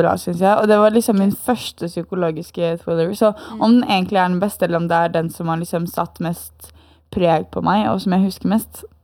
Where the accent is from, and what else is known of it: Bærum, Akershus, Norway